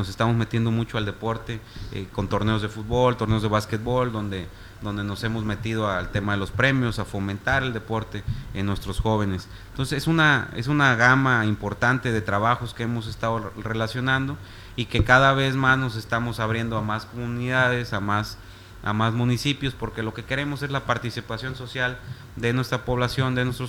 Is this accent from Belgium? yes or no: no; San Felipe, Mexico; yo sí quiero que mis hijos vuelvan a nadar en los arroyos de mi pueblo